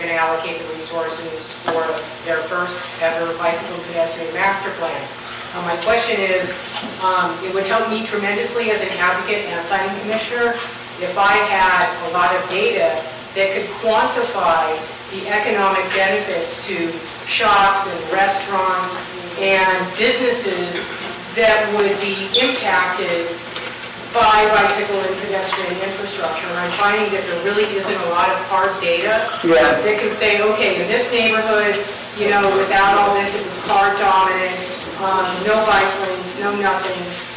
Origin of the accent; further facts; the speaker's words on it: San Clemente, California, United States; I'm from San Clemente, California, which is at the extreme southern end of conservative Orange County. It's a beach town